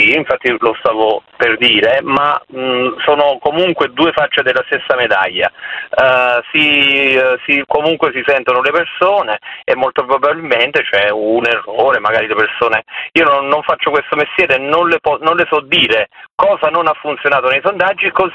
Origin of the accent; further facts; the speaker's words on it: Campania, Italy; Io sono del Lecito Avellino perché sono della provincia di Avellino.